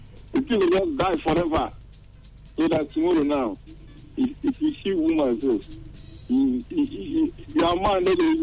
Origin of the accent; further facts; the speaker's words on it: Ghana; This is the Ghanaian brother.